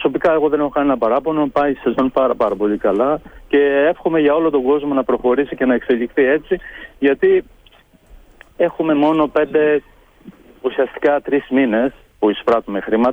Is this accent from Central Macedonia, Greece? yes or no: no; Samos, North Aegean, Greece